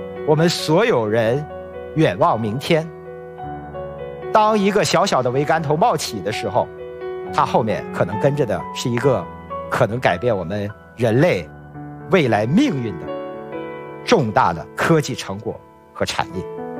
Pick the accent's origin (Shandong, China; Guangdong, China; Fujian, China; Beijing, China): Shandong, China; Yantai; 我来自烟台，一个海边的城市。我小时候特别喜欢坐在海边看大海。